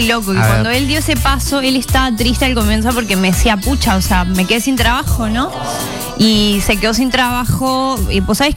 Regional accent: Uruguay; moved away; also born or lived in Peru; porque por más que soy una artista uruguaya, siento que soy una artista uruguaya que ha sido forjada aquí, ¿no? En Perú, artísticamente.

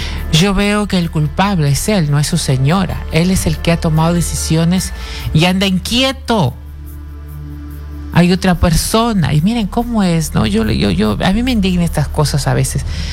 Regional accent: Chiclayo, Lambayeque, Peru; Uy, un beso grande para mi ciudad de Chiclayo, hermosa ciudad de Chiclayo.

